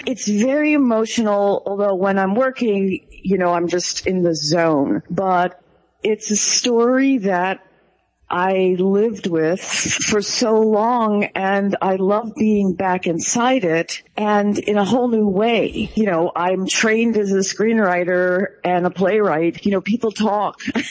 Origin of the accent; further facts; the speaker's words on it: New York City, New York, United States; now in California, United States; We grew up in Brooklyn, but this is where they all wound up. I left New York and I've been in California for decades, but I'm spending this summer in New York